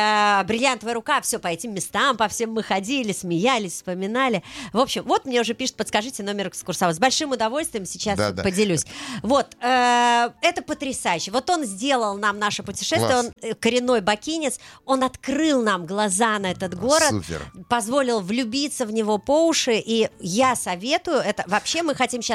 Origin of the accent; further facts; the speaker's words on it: Israel; Всегда мы говорим, что из Израиля